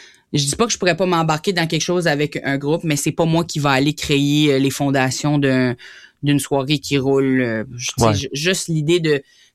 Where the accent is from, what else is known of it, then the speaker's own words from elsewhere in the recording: Grand Falls, New Brunswick, Canada; moved away; also born or lived in Moncton; Moi, je viens de Grand-Sault, c'est juste à côté d'Edmundston.